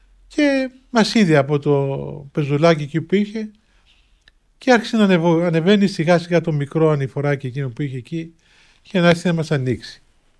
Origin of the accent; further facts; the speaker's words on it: Cyprus; από πού είσαι, λέω από την Κύπρο γέροντα. Α, από την Κύπρο, λέει. Λέω, ναι, από την Κύπρο.